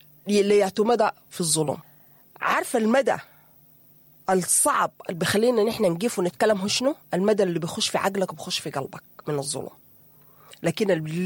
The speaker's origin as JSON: {"language": "Arabic", "country": "Sudan", "said": "نحن ظلمنا كسودانيين في الحرب"}